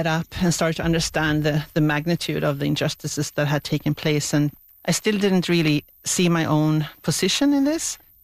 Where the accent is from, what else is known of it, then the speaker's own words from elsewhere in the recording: Sweden; I also didn't realize much about the Sami people in my home country, Sweden, before I came here and read up about indigenous peoples here.